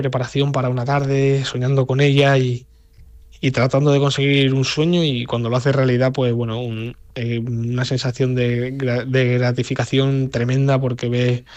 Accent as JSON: {"language": "Spanish", "town": "Cáceres", "region": "Extremadura", "country": "Spain"}